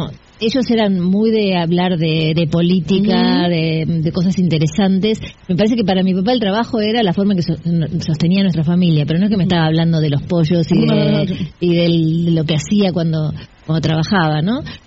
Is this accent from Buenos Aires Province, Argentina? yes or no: yes; Burzaco, Buenos Aires Province, Argentina; Todos mis amigos de la infancia son de Burzaco